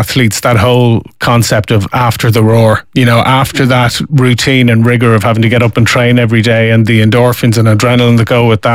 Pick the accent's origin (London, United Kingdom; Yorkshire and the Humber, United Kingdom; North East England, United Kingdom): London, United Kingdom; Croydon; I'm from Croydon.